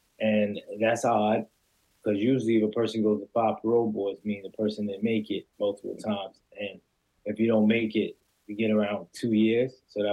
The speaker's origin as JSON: {"language": "English", "town": "New York City", "region": "New York", "country": "United States", "moved": "yes", "lives_now": "Connecticut, United States", "said": "I'm married. I'm from Queens, New York. I have 2 siblings, brother and sister. My parents immigrated from Guyana, which is in South America. I recently went there for the first time about 2 months ago."}